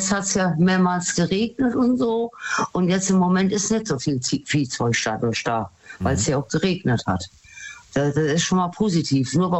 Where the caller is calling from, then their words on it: Rhineland-Palatinate, Germany; Aus dem Westerwald.